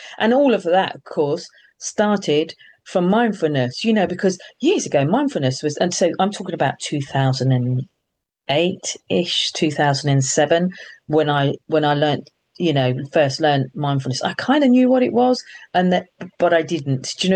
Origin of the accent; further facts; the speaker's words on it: London, United Kingdom; moved away; also born or lived in Australia; I'm from London originally